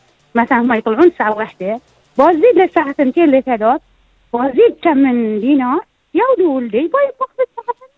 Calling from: Bahrain; وإحنا كبيئة بحرينية، أنا أتكلم عن البحرين

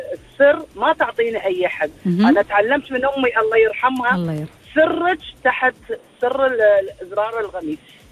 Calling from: Khobar, Eastern Province, Saudi Arabia; انا من الخبر

